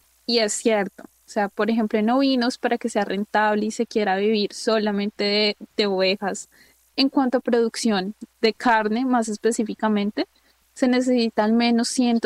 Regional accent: Colombia; Como colombianos a veces nos cuesta mirar esta parte, ¿sí?

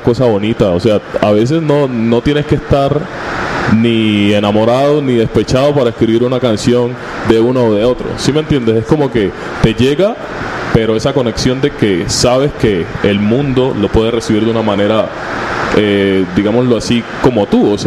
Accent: Quibdó, Chocó, Colombia; now in Cali, Colombia; soy de Quibdó, soy chocoano, pero estoy viviendo acá en Cali hace 2 años ya

